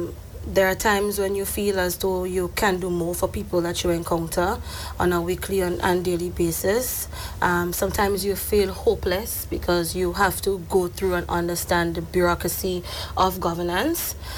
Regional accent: Gouyave, Saint John, Grenada; All of the great men and women that has put Grenada on the map.

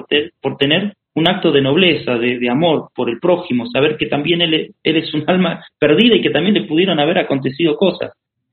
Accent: Argentina; moved away as an adult; now in Brazil; yo estaba en Argentina, estaba haciendo trabajos misioneros en mi país

